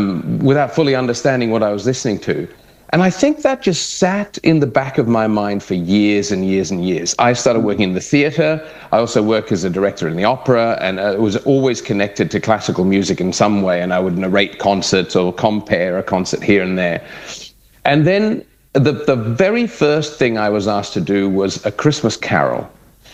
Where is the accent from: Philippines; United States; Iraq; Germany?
Germany; I grew up in Germany of all places